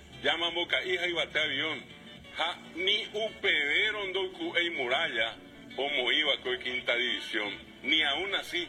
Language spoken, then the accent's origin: Spanish; Paraguay; como buenos paraguayos en identidad, lo estamos recordando